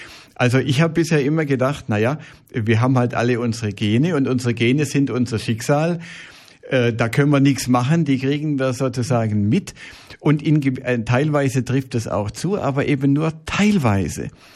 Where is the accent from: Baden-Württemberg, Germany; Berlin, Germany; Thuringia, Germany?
Baden-Württemberg, Germany; Ich bin ja Schwabe.